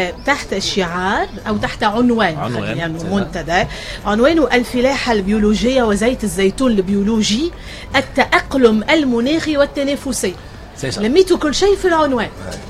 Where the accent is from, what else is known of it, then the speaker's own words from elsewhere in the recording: Tunisia; احنا في تونس